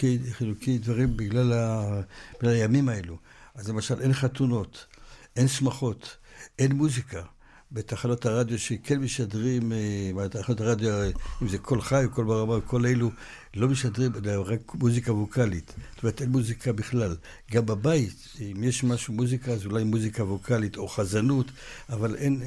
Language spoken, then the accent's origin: Hebrew; Jerusalem, Jerusalem District, Israel; אני נולדתי למעשה במאה שערים, התחתנתי, עברתי לעזרת תורה. אבל המקור שלי זה במאה שערים.